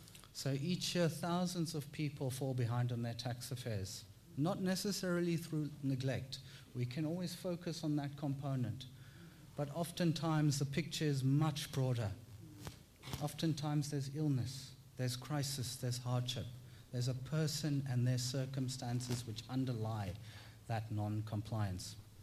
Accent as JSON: {"language": "English", "town": "Bloemfontein", "region": "Free State", "country": "South Africa", "tie": "born or raised there", "also_born_or_lived": "Cape Town, South Africa", "moved": "yes", "lives_now": "Australia", "said": "You might tell from my accent that I don't have the traditional Australian accent. In fact, I was born in the Western Cape, in Cape Town, and I spent most of my childhood in a place called Bloemfontein. So I grew up with the Drakensberg Mountains, I grew up touching this land"}